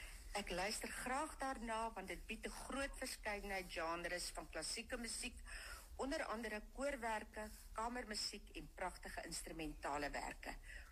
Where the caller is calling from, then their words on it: Bloemfontein, Free State, South Africa; van Bloemfontein